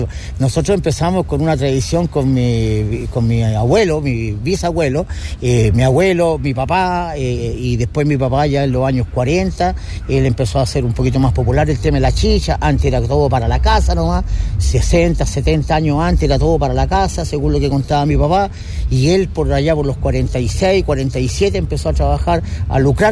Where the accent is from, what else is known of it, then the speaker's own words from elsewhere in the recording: Chile; siendo buen chileno